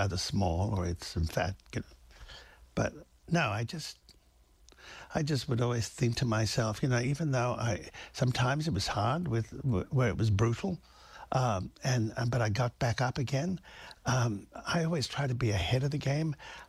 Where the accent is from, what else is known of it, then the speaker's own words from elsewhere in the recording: Australia; now in United States; all those things that I didn't see while I was growing up in Australia. And so I made it my desire that one day I would find my way to America.